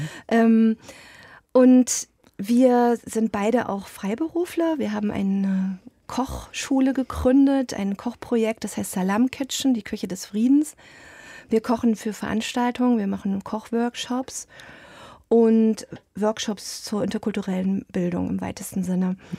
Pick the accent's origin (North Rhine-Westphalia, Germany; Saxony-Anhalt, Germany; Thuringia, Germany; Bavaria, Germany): Thuringia, Germany; Eisenach; Also Thüringen ist meine Heimat und auch meine Stadt Eisenach, das ist meine Stadt, denke ich so.